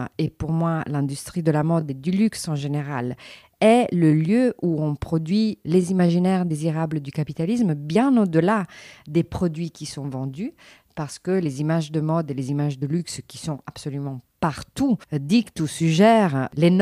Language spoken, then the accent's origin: French; Italy; French is a second language; Il faut dire que je suis italienne et qu'en Italie